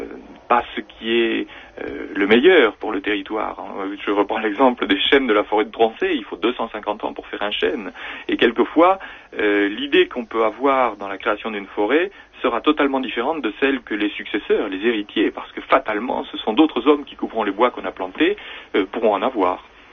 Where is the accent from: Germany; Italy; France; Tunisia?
France; Paris, Île-de-France; born there; moved away as an adult; now in Auvergne, France; Moi, je suis parti de Paris il y a 20 ans. J'avais fait des études à Paris. J'étais né à Paris bêtement, et puis j'avais des vacances en Auvergne.